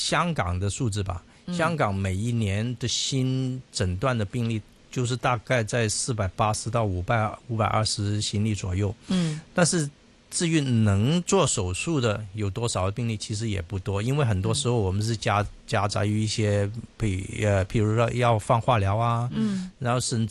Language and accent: Chinese; China; 然后而且我们中国人的文化是什么？